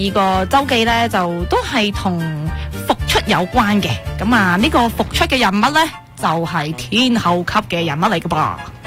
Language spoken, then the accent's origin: Cantonese; Hong Kong; 我作为香港人